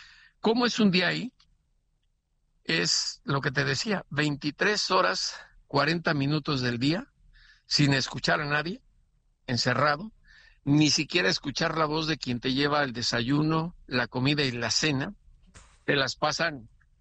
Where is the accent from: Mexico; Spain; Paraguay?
Mexico; now in United States; así somos los mexicanos